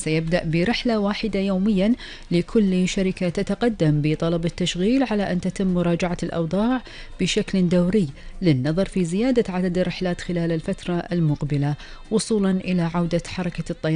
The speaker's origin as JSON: {"language": "Arabic", "country": "Kuwait", "said": "ورح نتكلم عن آخر الأخبار والمستجدات في ديرتنا الحبيبة الكويت."}